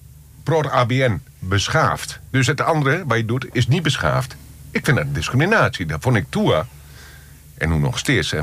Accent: Overdinkel, Overijssel, Netherlands; born there; also born or lived in Losser; toen we nog in Overdinkel woonden

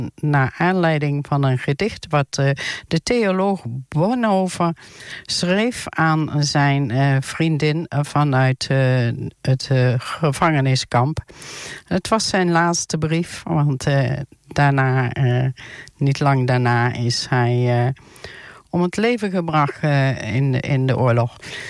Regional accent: Arnhem, Gelderland, Netherlands; moved away; ik kom oorspronkelijk uit Arnhem

